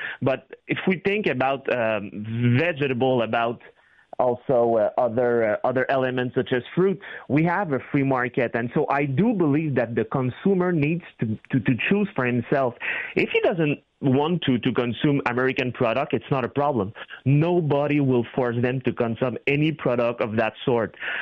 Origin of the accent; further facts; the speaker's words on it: Canada